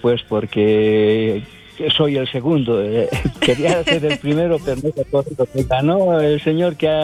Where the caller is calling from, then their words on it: Bolivia; saludos también a mi pueblo Alto Saucarí